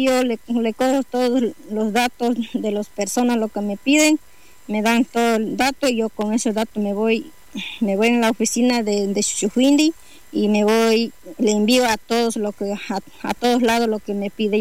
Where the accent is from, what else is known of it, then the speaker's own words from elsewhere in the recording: Lago Agrio, Sucumbíos, Ecuador; Yo soy quichua, soy del Lago Agrio.